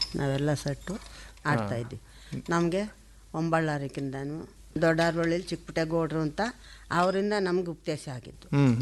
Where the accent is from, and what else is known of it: Gende Hosahalli, Karnataka, India; born or raised there